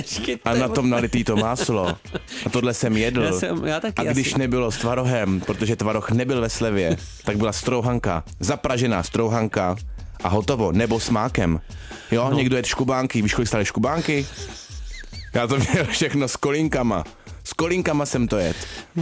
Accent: Ostrava, Moravian-Silesian Region, Czechia; Promiň, tak já jsem z Ostravy, my jsme neměli moc peněz.

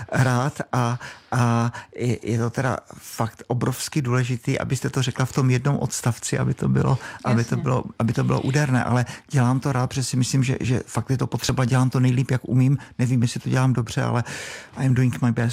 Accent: Brno, South Moravian Region, Czechia; jsem z Brna

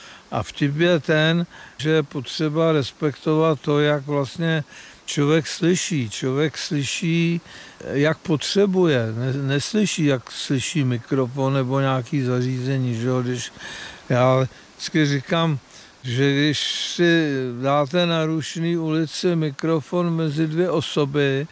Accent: Strakonice, South Bohemian Region, Czechia; Já jsem se narodil ve Strakonicích

